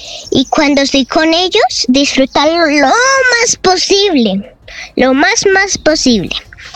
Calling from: Colombia; Soy de Colombia.

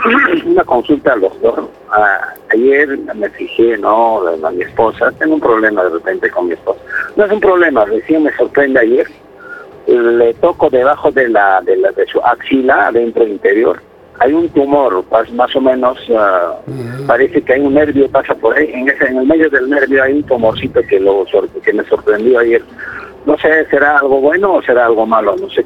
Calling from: Apurímac, Peru; le llamo de Apurímac.

